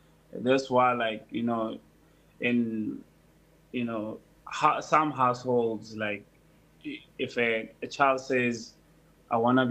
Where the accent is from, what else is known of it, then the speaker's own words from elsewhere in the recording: Durban, KwaZulu-Natal, South Africa; my background from the hood. I'm from Durban.